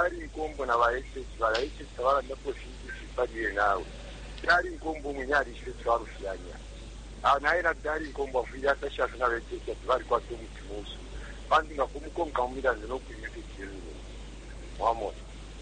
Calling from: Kasama, Northern Province, Zambia; I'm calling you from Kasama

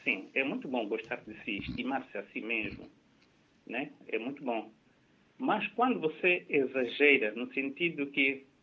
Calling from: Mocuba, Zambezia, Mozambique

